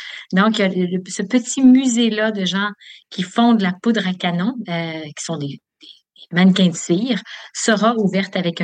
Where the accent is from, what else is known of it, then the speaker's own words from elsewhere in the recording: Quebec City, Quebec, Canada; Je viens de Québec.